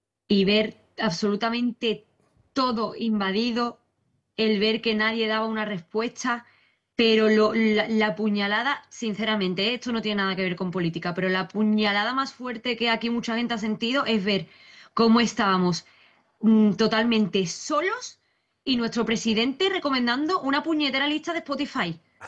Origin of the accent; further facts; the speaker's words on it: Spain; porque somos españoles.